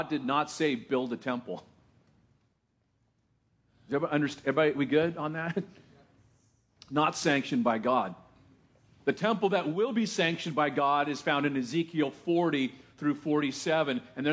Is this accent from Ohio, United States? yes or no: no; Texas, United States; Of course, I'm a Texan.